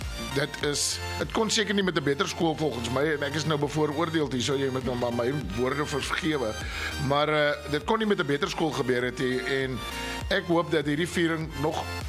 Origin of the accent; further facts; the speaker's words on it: Somerset East, Eastern Cape, South Africa; En ek het daar in Somerset Oos groot geword.